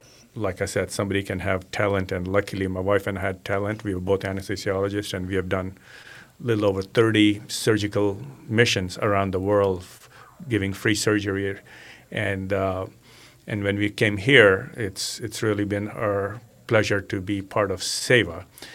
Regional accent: India; moved away as an adult; I grew up in India and started volunteering when I was very young

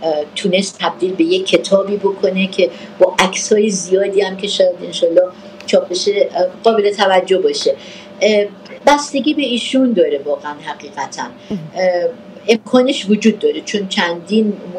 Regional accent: Iran; به عنوان یک ایرانی

